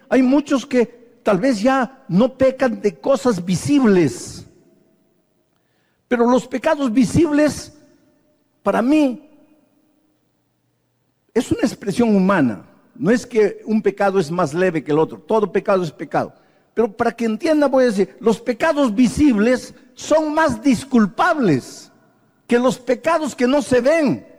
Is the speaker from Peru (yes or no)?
yes; Peru; Soy rubio cuando soy cholo, peruano, descendiente de incas.